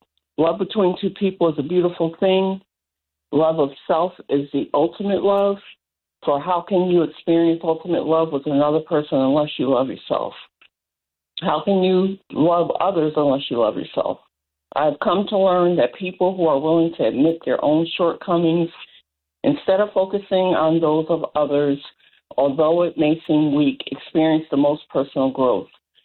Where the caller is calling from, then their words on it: Raleigh, North Carolina, United States; I'm actually calling from Raleigh, but I am in North Carolina.